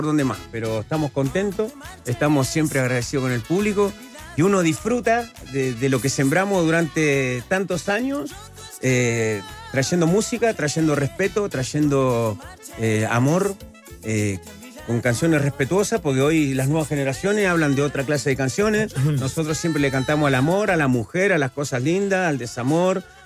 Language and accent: Spanish; Chile; Chileno, voy a cantar con … que soy chileno